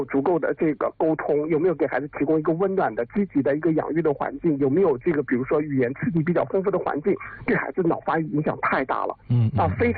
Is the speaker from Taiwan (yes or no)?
no; China; 虽然我们中国人可能经常会说贵人语迟，对吧？